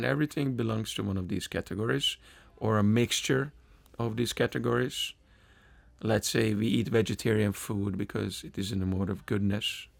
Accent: Hungary; For example, I'm from Hungary. I became a devotee in New York.

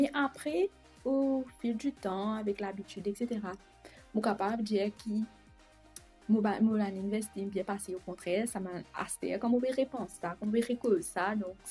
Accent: Rodrigues, Mauritius; moved away as an adult; now in Quatre Bornes, Mauritius

